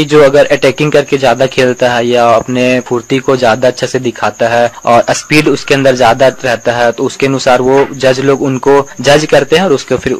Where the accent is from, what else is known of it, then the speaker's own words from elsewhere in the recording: Hazaribagh, Jharkhand, India; मैं कटकमदार हजारीबाग के निवासी हूँ।